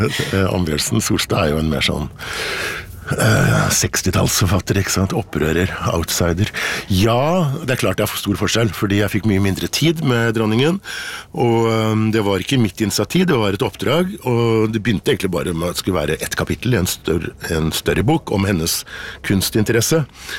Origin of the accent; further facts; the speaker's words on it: Innlandet, Norway; moved away; Ja, så jeg jo ikke fra Vestfold, jeg jo egentlig vokst opp på Hedemarken.